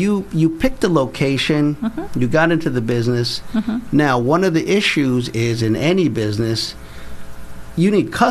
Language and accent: English; Philadelphia, Pennsylvania, United States; we Philadelphians